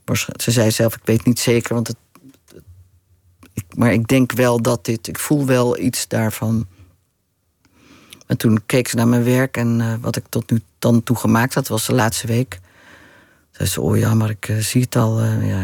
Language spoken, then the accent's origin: Dutch; Drenthe, Netherlands; born there; Ik ben geboren in Drenthe.